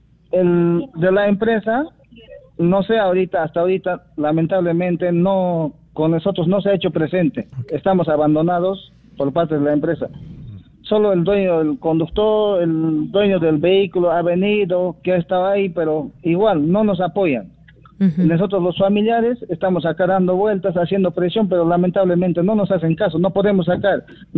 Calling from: Quillabamba, Cusco, Peru; nosotros somos de Quillabamba

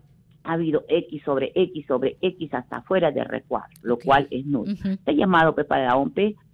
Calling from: Arequipa, Peru; unos compañeros acá en Caima, exactamente, en una zona no céntrica, en la término medio

